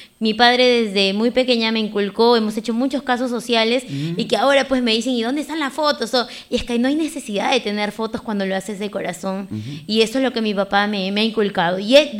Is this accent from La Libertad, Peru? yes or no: no; Chala, Arequipa, Peru; soy hija de Puerto de Chala